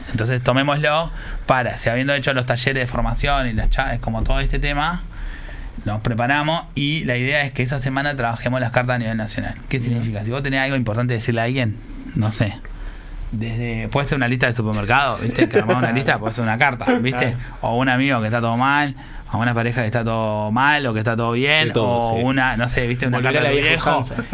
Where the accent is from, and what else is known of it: Uruguay